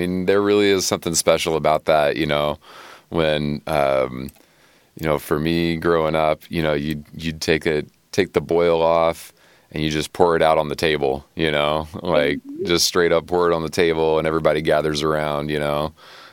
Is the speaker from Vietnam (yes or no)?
no; South Carolina, United States; now in Humboldt County, United States; I grew up in South Carolina, and so seafood boils were a big part of, especially like family gatherings that we would have, you know.